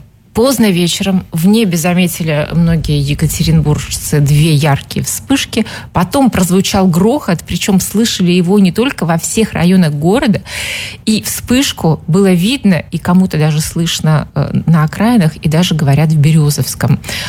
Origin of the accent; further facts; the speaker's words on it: Urals, Russia; Мы ведь с Урала.